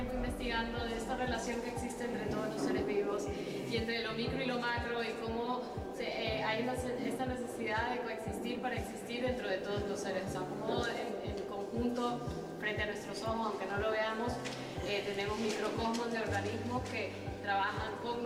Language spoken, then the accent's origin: Spanish; Ecuador; soy ecuatoriana también. Mi cultura es la que está ahí en medio de todo